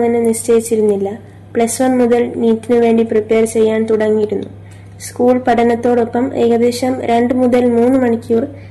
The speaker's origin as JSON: {"language": "Malayalam", "town": "Kavaratti", "region": "Lakshadweep", "country": "India", "tie": "born or raised there", "also_born_or_lived": "Minicoy", "said": "നാട് മിനിക്കോഴി ദ്വീപാണ്. ഞാൻ ജനിച്ചതും വളർന്നതും കവരത്തി ദ്വീപിലാണ്."}